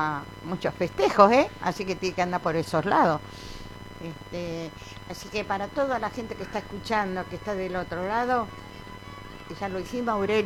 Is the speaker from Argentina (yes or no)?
yes; Argentina; también somos argentinos.